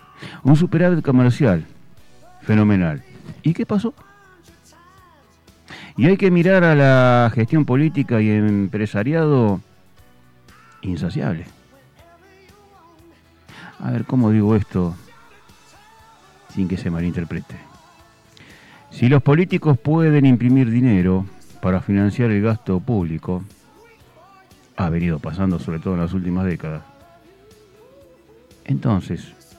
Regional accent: Argentina

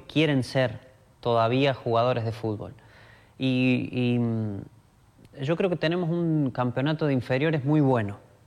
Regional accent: Argentina; lo competitivo que somos los argentinos

